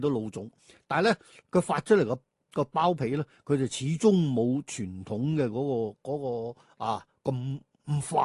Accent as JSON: {"language": "Cantonese", "region": "Guangdong", "country": "China", "said": "其实肠粉咧就系我哋广东人咧比较喜欢食嘅一个早点嚟嘅"}